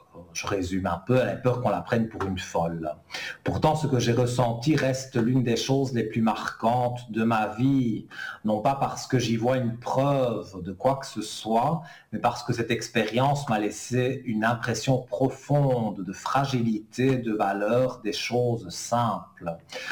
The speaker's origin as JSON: {"language": "French", "country": "Italy", "said": "moi je suis pur italien aussi."}